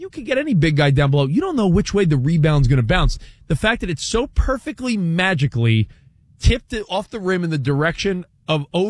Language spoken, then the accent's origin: English; New York, United States; I grew up in New York. We live in Los Angeles now